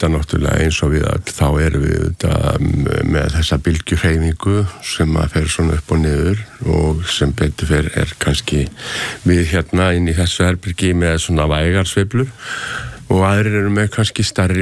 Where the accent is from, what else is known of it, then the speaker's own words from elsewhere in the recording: Ísafjörður, Westfjords, Iceland; við bjögum upp í fjallshlíð á Ísafirði og ég horfði svona yfir allan fjörðin